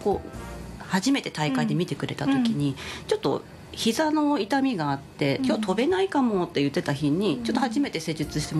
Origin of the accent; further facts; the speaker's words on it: Kitamoto, Saitama, Japan; 場所的には、はい、まあ、北本市 で、うん、で自宅の私の、うん、自宅の裏に、うん、あの私の実家があるんですけれども、